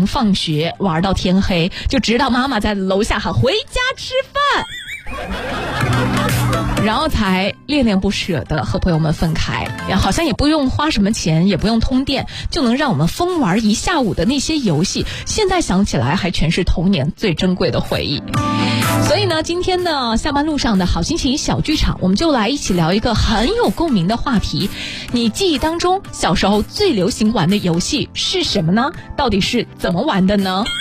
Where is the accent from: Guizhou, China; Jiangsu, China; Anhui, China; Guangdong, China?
Jiangsu, China; Xuzhou; 这个周末咱们徐州